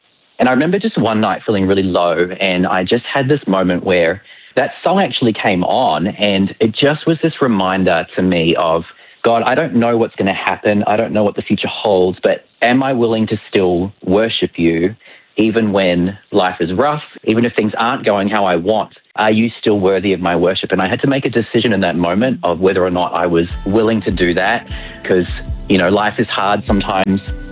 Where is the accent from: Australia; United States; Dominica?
Australia; accent: Aussie Kiwi mixed; now in New Zealand; I do. Well, I have an Aussie Kiwi mixed accent. I'm actually Australian. I've lived in New Zealand for nearly 20 years.